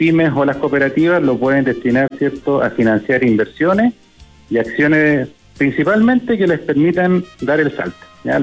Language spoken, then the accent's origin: Spanish; Valdivia, Los Ríos, Chile; algo real, porque me tocó verlo, yo soy de regiones, yo soy de Valdivia